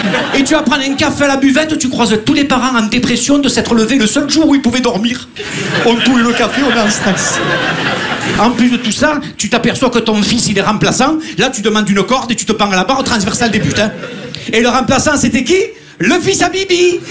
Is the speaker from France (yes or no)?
yes; Marseille, Provence-Alpes-Côte d'Azur, France; Bon, alors moi, je viens de Marseille, mais vous inquiétez pas, je ne ferai pas de clichés. Je l'ai subi au quotidien à chaque fois que je suis à Paris.